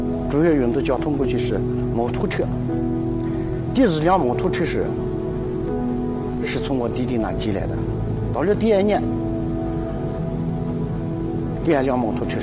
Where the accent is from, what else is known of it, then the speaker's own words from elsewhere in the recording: Qinghai, China; 这里就是生我养我的地方。